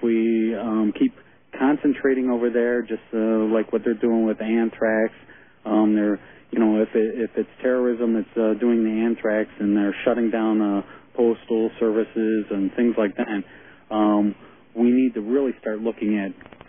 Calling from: New York, United States; I'm from the East. I'm actually was on a past elected official in the state of New York.

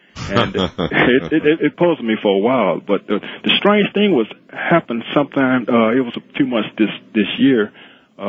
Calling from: Georgia, United States; from Georgia.

